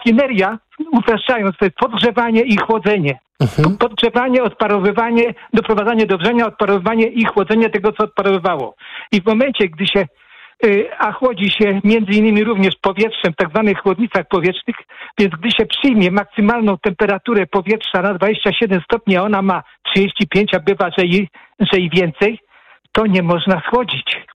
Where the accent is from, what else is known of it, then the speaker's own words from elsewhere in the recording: Płock, Masovian Voivodeship, Poland; Ja jestem z Płocka, znam tutejszy przemysł, znaczy rafinerię petrochemię bardzo dobrze